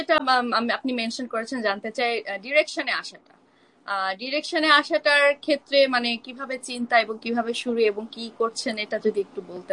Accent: Bangladesh; moved away; যেমন আমার ছোটবেলা থেকে আমি যখন বাংলাদেশে ছিলাম বড় হয়েছি উনাদেরকেই দেখেছি

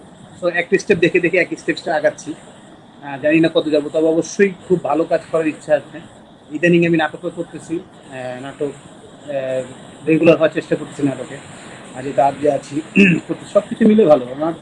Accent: Lakshmipur, Chittagong Division, Bangladesh; now in Dhaka, Bangladesh; আমার দেশের বাড়ি হচ্ছে মানে এক কথায় বলতে গেলে নোয়াখালী, আর দুই কথা বলতে গেলে মানে একটু এড়াই যেতে গেলে লক্ষ্মীপুর

